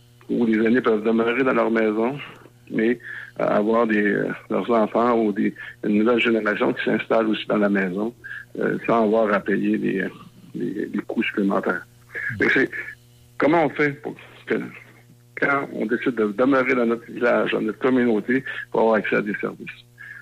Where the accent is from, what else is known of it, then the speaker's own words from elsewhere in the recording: Squatec, Quebec, Canada; dans notre village, mon village natal, à Squatec